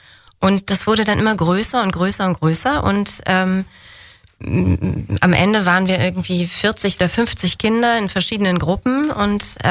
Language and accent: German; Spandau, Berlin, Germany; als ich in Potsdam studiert habe und ich dann gesagt habe, dass ich aus Spandau komme und dann hieß es so, oh, ist aber was ganz Besonderes hier.